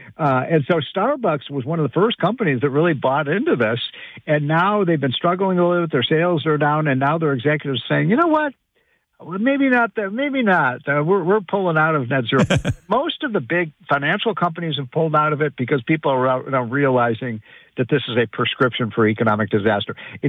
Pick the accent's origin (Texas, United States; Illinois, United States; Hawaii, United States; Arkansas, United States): Illinois, United States; New York, New Jersey, California, my home state of Illinois, Connecticut, Massachusetts, runaway costs.